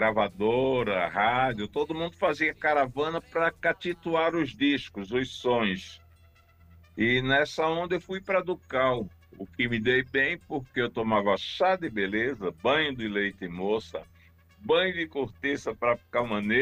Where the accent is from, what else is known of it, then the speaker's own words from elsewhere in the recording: Recife, Pernambuco, Brazil; now in São Paulo, Brazil; Sou oriundo de Recife. Meu QG é São Paulo, né?